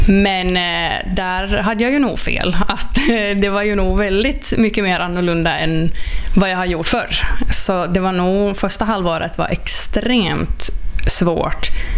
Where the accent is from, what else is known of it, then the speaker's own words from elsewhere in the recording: Sideby, Ostrobothnia, Finland; also born or lived in Guangzhou, China; Ja, så jag kommer från Sideby då, en liten by utanför Kristinestad.